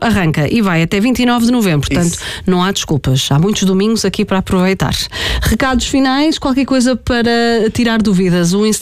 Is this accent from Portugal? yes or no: yes; Norte, Portugal; enquanto pessoa do Norte